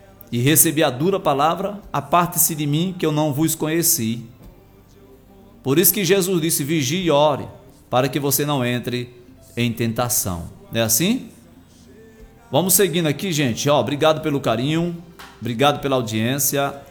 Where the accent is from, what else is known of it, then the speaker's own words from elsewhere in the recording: Northeast Region, Brazil; A gente fica meio curioso, como um bom nordestino, né?